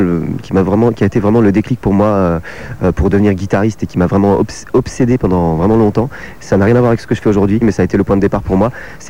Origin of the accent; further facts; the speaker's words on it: Nancy, Grand Est, France; On est 10, chanteurs et musiciens, donc c'est un collectif lorrain, moi je viens de Nancy.